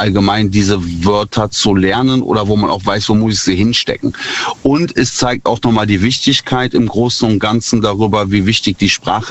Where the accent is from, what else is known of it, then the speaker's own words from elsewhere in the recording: North Rhine-Westphalia, Germany; Ich bin aus der Nähe von Bonn.